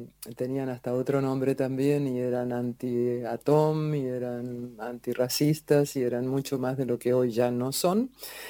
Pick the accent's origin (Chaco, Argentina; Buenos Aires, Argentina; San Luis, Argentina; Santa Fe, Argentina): San Luis, Argentina; also born or lived in Córdoba; now in Germany; Yo vengo de San Luis de Argentina y bueno, estudié y trabajé mucho en Córdoba y ahí tenía un programa de radio en Radio Universidad sobre culturas indígenas